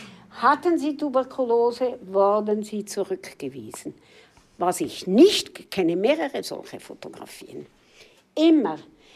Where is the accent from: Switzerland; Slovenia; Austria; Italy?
Switzerland; Visp, Valais; also born or lived in Brig; Ich selber bin aus dem Wallis, aus Visp und ging von 1958 bis 1960 in Brieg in die Sekundarschule, in die Klosterschule.